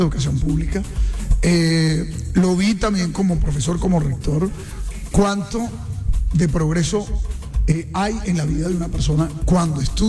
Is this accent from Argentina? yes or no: no; Santa Marta, Magdalena, Colombia; also born or lived in Aracataca; Bueno, yo nací en Aracataca, pero soy criado en Santa Marta.